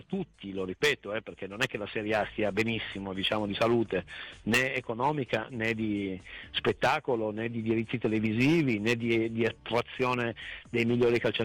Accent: Turin, Piedmont, Italy; te lo dico da torinese

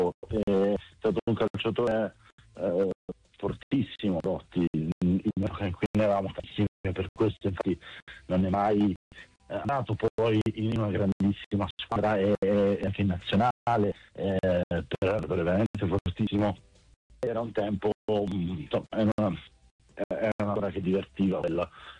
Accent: Bari, Apulia, Italy; io sono di Bari

